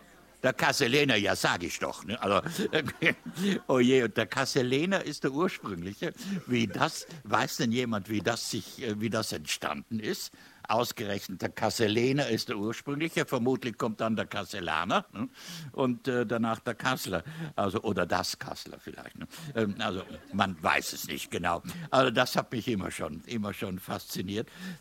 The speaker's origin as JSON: {"language": "German", "region": "Trentino-Alto Adige", "country": "Italy", "also_born_or_lived": "Rhineland", "moved": "yes", "lives_now": "Germany", "said": "Also das ist, also das sind wir Südtiroler, auch nicht weit weg davon. Also hier bin ich seit 59 Jahren, also nicht hier direkt, ne, sondern im Rheinland, und gelte als Rheinländer."}